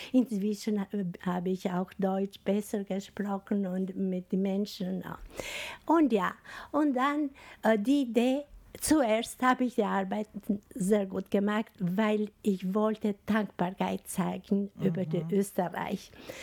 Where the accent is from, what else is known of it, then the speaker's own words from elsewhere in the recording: Albania; German is a second language; moved away as an adult; now in Salzburg, Austria; woher kommst du aus Albanien? Aus Albanien